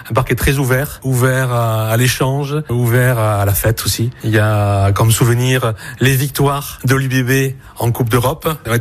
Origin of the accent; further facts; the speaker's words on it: Blaye, Nouvelle-Aquitaine, France; born there; je suis né à Blaye et j'ai 62 ans.